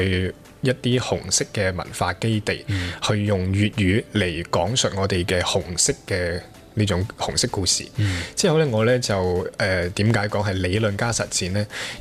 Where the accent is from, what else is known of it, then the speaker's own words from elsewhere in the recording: Guangdong, China; first language Cantonese; 我哋珠三角大湾区